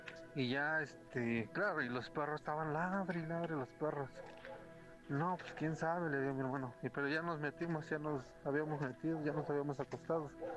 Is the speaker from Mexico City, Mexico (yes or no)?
no; Pachuca, Hidalgo, Mexico; Soy de Pachuca, Hidalgo.